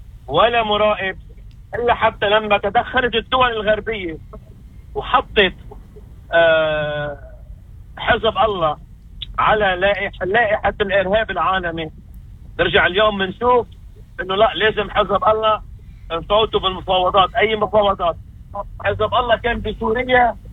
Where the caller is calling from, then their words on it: Lebanon; وعندنا بلبنان